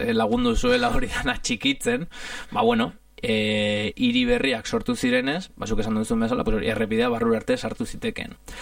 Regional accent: Italy; Basque is a second language; ni italiarra naiz

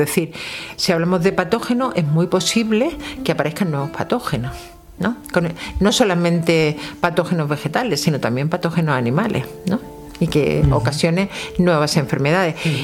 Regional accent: Melilla, Spain; yo soy de Melilla también y siempre en casa había muchas plantas suculentas

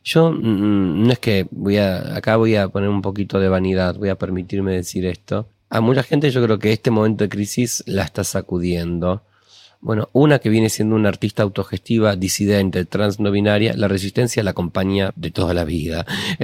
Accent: Argentina; está gobernando la ultraderecha en Argentina. También está pasando en mi país

